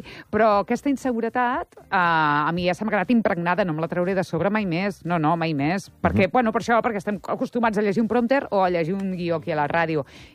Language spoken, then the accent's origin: Catalan; Premià de Mar, Catalonia, Spain; L'última Premià de Mar a casa meva, al meu poble.